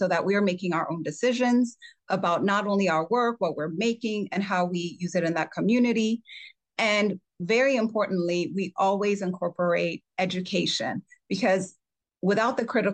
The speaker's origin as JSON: {"language": "English", "country": "Ethiopia", "tie": "born or raised there", "moved": "yes", "lives_now": "United States", "said": "So my family's from Ethiopia, and I grew up in Ethiopia."}